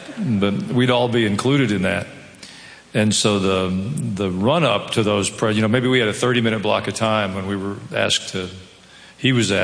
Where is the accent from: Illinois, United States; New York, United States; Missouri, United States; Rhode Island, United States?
Missouri, United States; Kansas City; born there; I was born in Kansas City when you and Mom were first married. We lived there, and you had a different job.